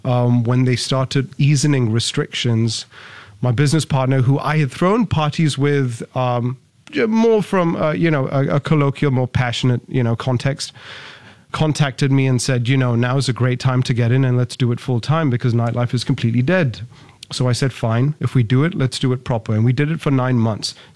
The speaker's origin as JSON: {"language": "English", "country": "Singapore", "tie": "born or raised there", "said": "I'm born and raised in Singapore."}